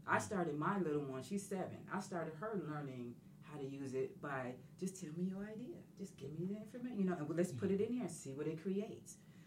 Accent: Chicago, Illinois, United States; moved away; Because I moved down. I'm from Chicago. I moved down here 8 years ago.

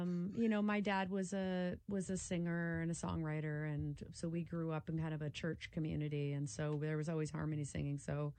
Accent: Massachusetts, United States; moved away; No, I grew up in Massachusetts.

